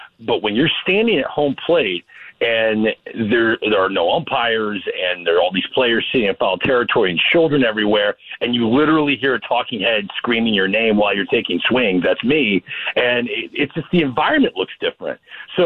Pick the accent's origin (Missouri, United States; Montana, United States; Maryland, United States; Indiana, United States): Missouri, United States; St. Louis; I know I'm from St. Louis.